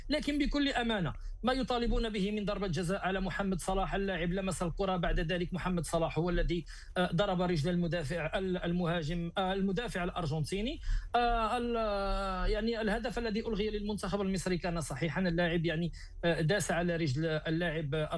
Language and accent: Arabic; Morocco; نحن كمغاربة